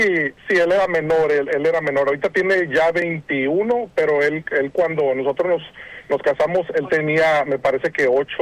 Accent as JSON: {"language": "Spanish", "country": "Mexico", "said": "yo soy de México y mi esposa, ella es de Honduras."}